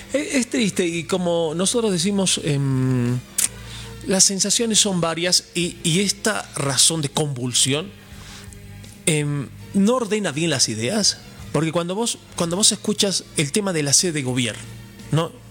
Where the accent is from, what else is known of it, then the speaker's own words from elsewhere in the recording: La Paz, Bolivia; no nos merecemos esto como paceños.